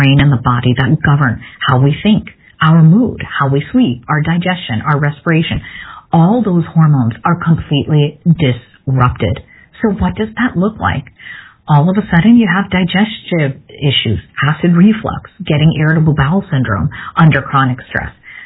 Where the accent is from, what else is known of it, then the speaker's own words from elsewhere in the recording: Midwest, United States; growing up in the Midwest